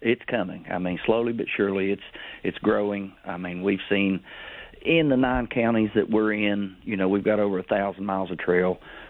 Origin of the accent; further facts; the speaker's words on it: West Virginia, United States; we especially in southern West Virginia, our small towns, I mean, that's what makes our communities, it's just, I don't know how to explain it. I mean, I would not want to live anywhere else, and the hospitality down here is wonderful.